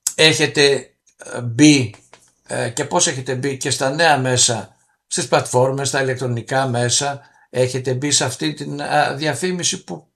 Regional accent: Greece; Και εμείς εδώ σαν Έλληνες έχουμε ένα πείσμα

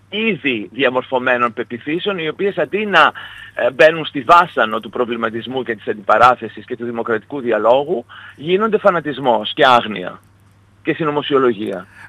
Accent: Thessaloniki, Central Macedonia, Greece; εγώ ως Θεσσαλονικιός ξέρω, το παίρνω και προσωπικά κάπου και προσβάλλομαι όταν μου λένε «Α, η Θεσσαλονίκη είναι πίσω από τον κόσμο»

